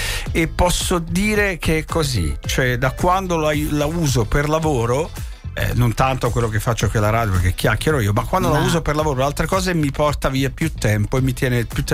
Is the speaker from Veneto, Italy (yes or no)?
no; Campania, Italy; dalle mie parti la laccia è il sedano detti napoletano, la laccia.